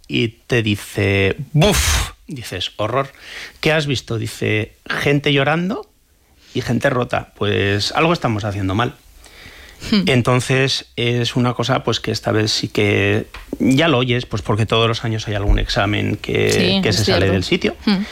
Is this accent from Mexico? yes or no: no; La Rioja, Spain; ese vínculo de unidad que lo tenemos cuando estamos fuera y nos sentimos muy riojanos